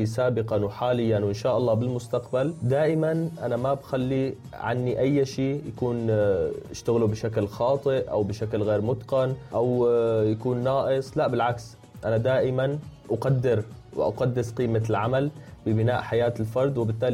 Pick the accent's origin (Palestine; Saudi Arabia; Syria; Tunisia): Syria; now in Turkey